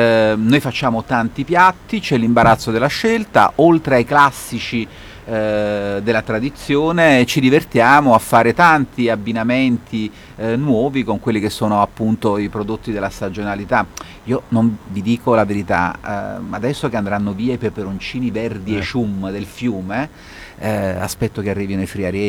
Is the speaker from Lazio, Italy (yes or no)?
no; Campania, Italy; E parliamoci chiaramente, noi siamo napoletani, siamo abituati a mangiare bene